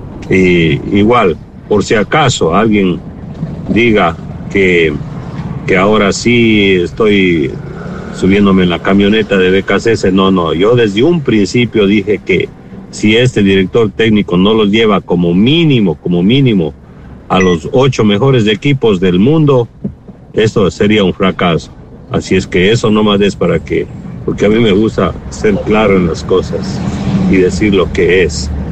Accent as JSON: {"language": "Spanish", "country": "Ecuador", "said": "Feliz con el triunfo de Ecuador ayer, como ecuatoriano que soy."}